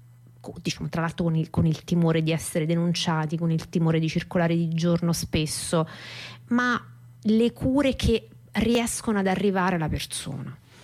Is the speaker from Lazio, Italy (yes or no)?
yes; Rome, Lazio, Italy; Io sono romana